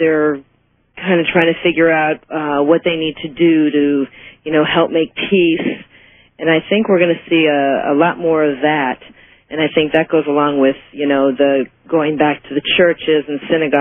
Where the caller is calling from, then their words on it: San Diego, California, United States; okay. I'm calling from San Diego.